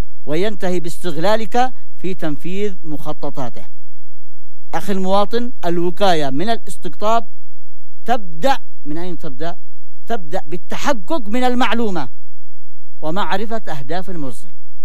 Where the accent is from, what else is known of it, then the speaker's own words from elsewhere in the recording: Yemen; عندنا في اليمن